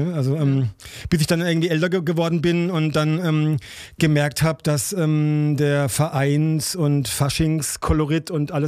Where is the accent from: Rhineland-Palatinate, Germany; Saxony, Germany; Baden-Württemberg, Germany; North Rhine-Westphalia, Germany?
Baden-Württemberg, Germany; Baden-Baden; Also ich meine, ich bin ja auch aufgewachsen im Südbadischen, ne? Also eher dann im Baden-Baden, ne?